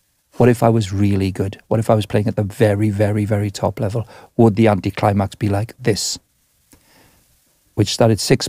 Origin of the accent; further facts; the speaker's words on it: Wales, United Kingdom; I was born in 62. I'm 64 years of age. So I grew up in Southwest Wales, industrial Southwest Wales, in a Welsh-speaking community. So my growing up experience of church would have been Welsh-speaking, non-conformist Baptist church, chapel it would have been called